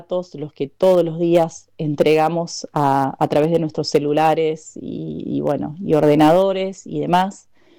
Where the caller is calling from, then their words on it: Cosquín, Córdoba, Argentina; de Cosquín